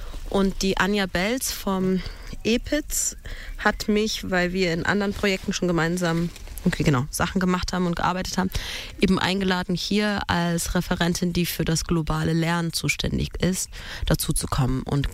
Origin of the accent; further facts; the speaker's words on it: Ethiopia; moved away; ich bin aus Äthiopien. Ich bin dort geboren und aufgewachsen